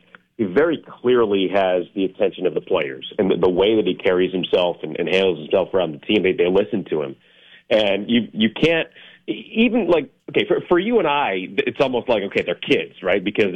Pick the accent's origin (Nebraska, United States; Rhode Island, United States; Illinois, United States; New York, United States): New York, United States; I'm like, so I grew up in New York, and he just starts laughing.